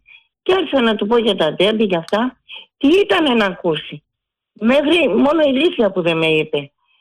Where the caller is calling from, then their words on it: Nea Smyrni, Attica, Greece; είμαι από Νέα Σμύρνη.